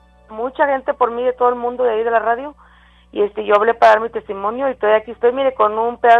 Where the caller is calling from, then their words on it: Nacogdoches, Texas, United States; Yo le hablo de Nacogdoches, Texas